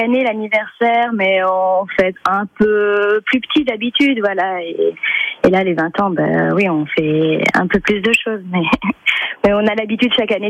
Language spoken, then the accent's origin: French; Belgium; moved away as an adult; now in Isère area (Charavine region), France; je suis pas du tout de la région, en fait je suis belge, j'ai fait mes études en Belgique